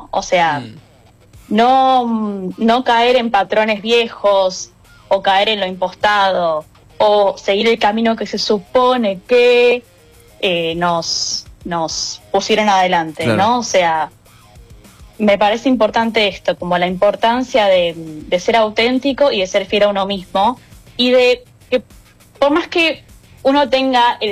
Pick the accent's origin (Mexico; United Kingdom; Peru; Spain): United Kingdom; pueden conseguir a alguien incluso que sea de Australia, yo soy de Reino Unido, o sea, opciones hay miles y sin embargo me eligieron a mí.